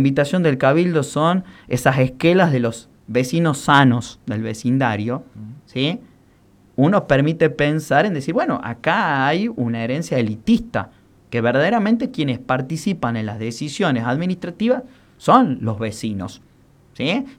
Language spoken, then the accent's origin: Spanish; Argentina; ¿Desde cuándo somos argentinos?